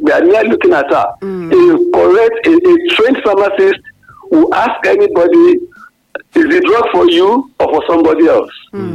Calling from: Ibadan, Oyo, Nigeria; I'm calling from Ibadan.

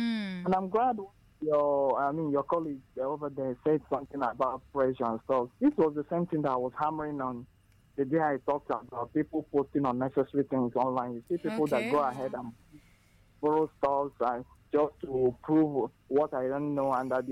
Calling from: Anambra, Nigeria; I'm in Anambra State.

